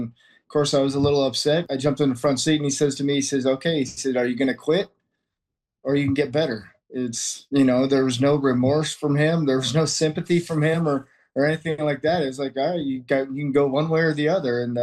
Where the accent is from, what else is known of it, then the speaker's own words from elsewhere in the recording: Windsor, Ontario, Canada; I grew up playing in Windsor Central.